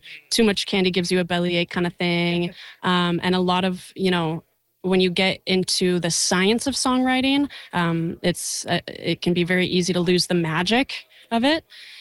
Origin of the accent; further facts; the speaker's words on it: Salt Spring Island, British Columbia, Canada; I'm from Salt Spring and I'm just, you know, hippie at heart.